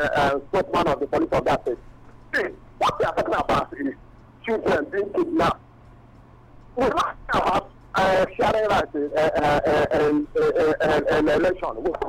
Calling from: Tamale, Northern Region, Ghana; I'm calling from Tamale.

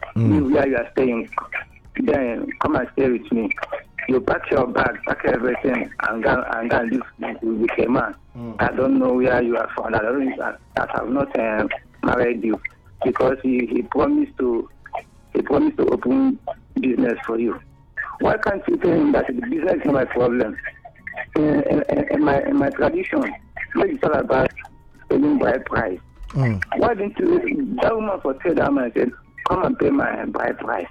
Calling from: Port Harcourt, Rivers, Nigeria; I'm calling from Port Harcourt.

